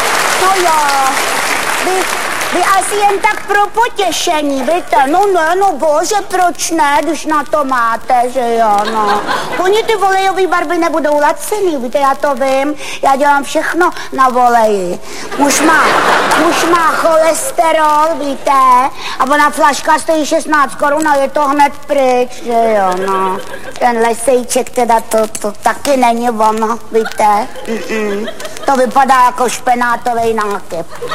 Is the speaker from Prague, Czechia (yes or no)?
yes; Prague, Czechia